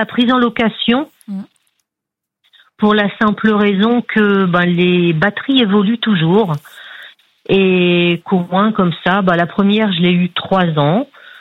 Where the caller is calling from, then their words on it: Templemar, Hauts-de-France, France; De Templemar, près de Lille.